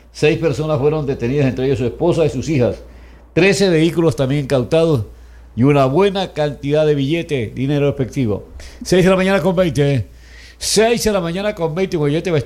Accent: Ecuador; Somos ecuatorianos

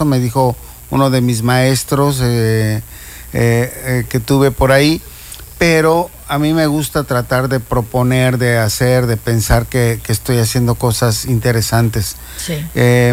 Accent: Guadalajara, Jalisco, Mexico; moved away as an adult; now in Cancún, Mexico; soy arquitecto, okay, en el Centro Universitario de Arte, Arquitectura y Diseño de la Universidad de Guadalajara, de donde soy originario.

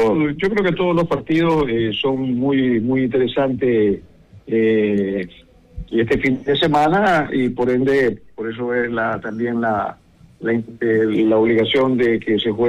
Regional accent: Ecuador; como ecuatorianos teníamos esperanza de que nuestra selección llegara a mejores términos.

